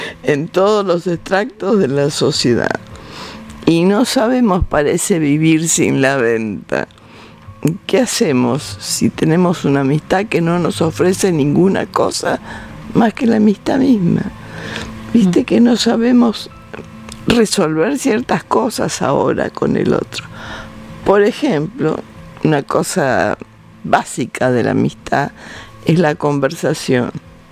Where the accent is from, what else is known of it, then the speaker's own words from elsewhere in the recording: Argentina; ¿Por qué soy argentino?